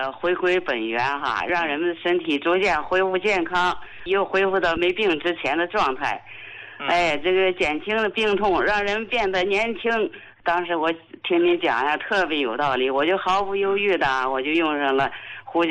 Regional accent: Harbin, Heilongjiang, China; 嗯，胡教授，我是哈尔滨的患者。

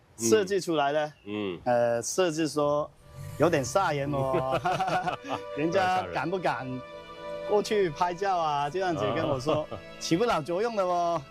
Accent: Shunde, Guangdong, China; 我们本土的那个土生土长的顺德人啊，其实也比较讲究，喜欢吃啊，新鲜吃，从小到大家里都是新鲜的材料做什么吃

